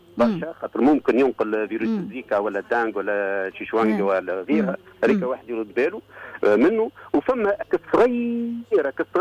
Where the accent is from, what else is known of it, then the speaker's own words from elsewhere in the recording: Tunisia; عندنا انواع عديده في تونس